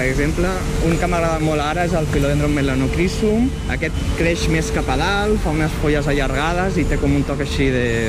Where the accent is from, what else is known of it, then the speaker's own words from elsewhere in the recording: Argentona, Catalonia, Spain; now in Barcelona, Spain; jo sóc de poble